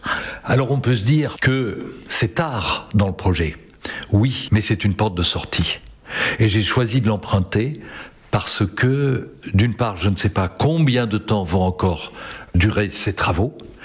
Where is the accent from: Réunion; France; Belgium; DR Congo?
Belgium; Brussels, Brussels-Capital Region; born there; je suis né à Bruxelles, je vis à Bruxelles, le chat est belge